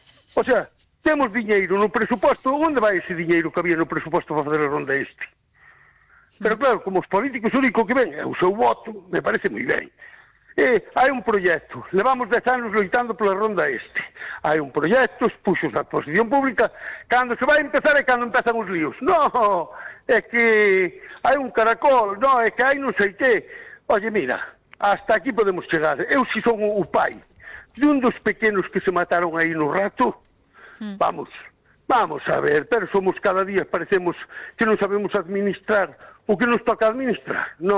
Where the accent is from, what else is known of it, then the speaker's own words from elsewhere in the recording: Lugo, Galicia, Spain; pero quen pagamos as consecuencias somos os lucenses.